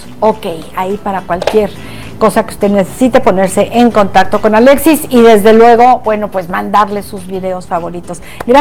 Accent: Mexico

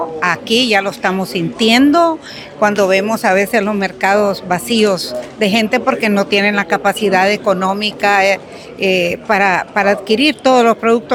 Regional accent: Honduras; nosotros como hondureños, los ciudadanos

